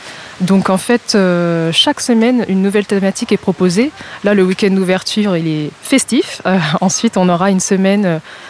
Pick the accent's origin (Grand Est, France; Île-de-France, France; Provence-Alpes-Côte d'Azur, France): Grand Est, France; now in Nantes, France; je suis architecte, je viens de la région Champagne-Ardenne, installée à Nantes depuis quelques années